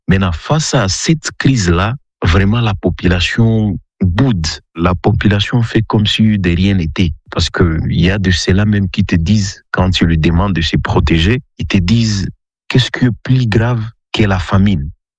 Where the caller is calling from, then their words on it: Goma, North Kivu, DR Congo; Bonjour à toute l'équipe des priorités santé … je suis de Goma. Comme vous le savez très bien, la ville de Goma, actuellement, elle est enclavée.